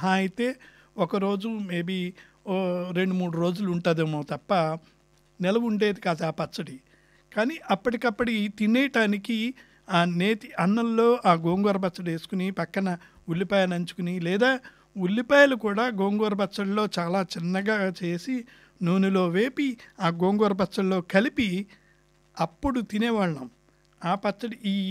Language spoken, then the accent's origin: Telugu; West Godavari district, Andhra Pradesh, India; moved away as an adult; now in Sydney, Australia; మాది పశ్చిమ గోదావరి జిల్లా